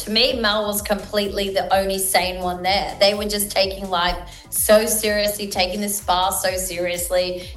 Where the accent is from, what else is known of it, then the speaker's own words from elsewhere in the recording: Perth, Western Australia, Australia; I'm from Perth. I'm West. West is best